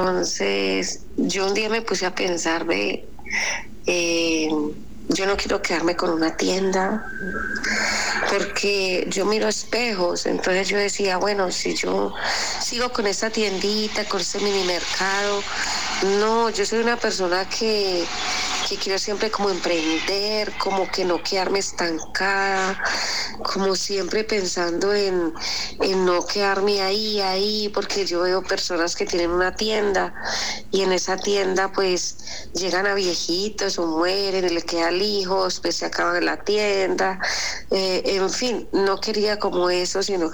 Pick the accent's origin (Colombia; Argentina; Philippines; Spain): Colombia; Tuluá, Valle del Cauca; Hablo de aquí en Colombia, de Tuluá Valle.